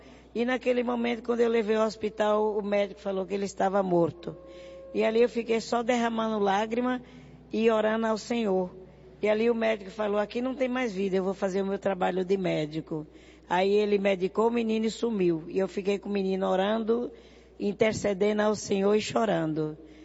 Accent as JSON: {"language": "Portuguese", "region": "São Paulo", "country": "Brazil", "said": "Eu vim daqui de São Paulo mesmo, lá do Campo Limpo."}